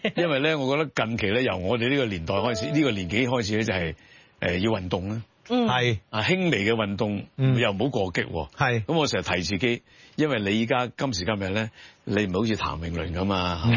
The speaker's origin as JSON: {"language": "Cantonese", "country": "China", "said": "你有陣時去到美國、去到加拿大、去到澳洲、去到歐洲，咁佢真係中國人，我都係真係中國人。"}